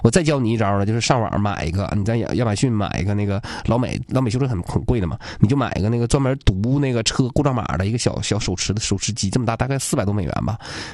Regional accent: Changchun, Jilin, China; 我长春人，我比较支持我们大众。

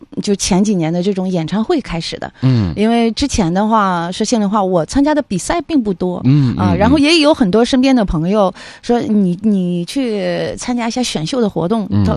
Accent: Northeast China, China; 从小就是用咱们东北话讲嘛

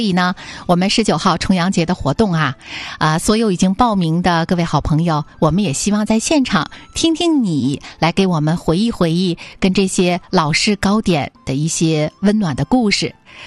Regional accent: Northeast China, China; 咱们东北人

